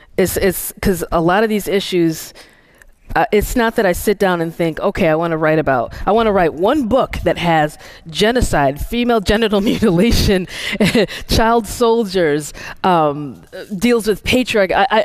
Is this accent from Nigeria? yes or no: yes; Nigeria; especially being Nigerian.